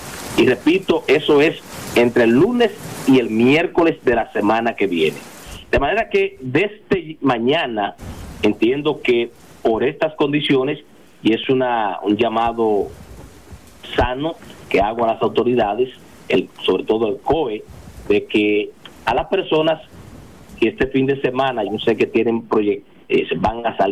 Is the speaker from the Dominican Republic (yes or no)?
yes; Monte Cristi, Dominican Republic; moved away; en Montecristi, allá en mi patria chica